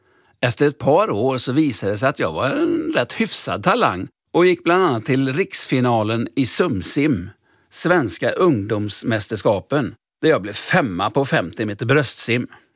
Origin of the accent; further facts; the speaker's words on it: Lyrestad, Västra Götaland County, Sweden; moved away as an adult; also born or lived in Mariestad; now in Gothenburg, Sweden; närmare bestämt Lyrestad, eller Lyrsta som vi skaraborgare säger. Precis där vid Göta kanal är jag uppväxt tills jag var 16 år och familjen flyttade in till stan.